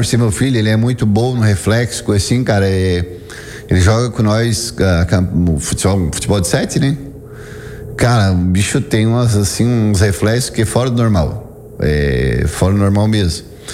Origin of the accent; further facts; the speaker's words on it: Turvo, Brazil; sou natural do Turvo